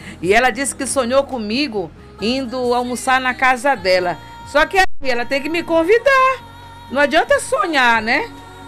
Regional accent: Pará, Brazil; Não sou maranhense, né? Eu sou paraense.

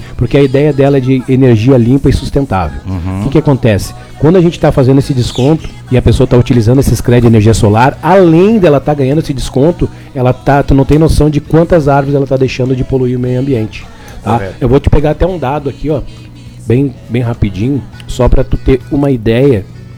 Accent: Araranguá, Santa Catarina, Brazil; Somos de Araranguá.

